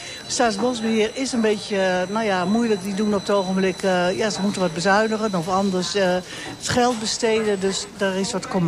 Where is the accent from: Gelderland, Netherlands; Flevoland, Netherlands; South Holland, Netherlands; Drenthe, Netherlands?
Gelderland, Netherlands; Apeldoorn; Ik kom uit Apeldoorn, de Koot.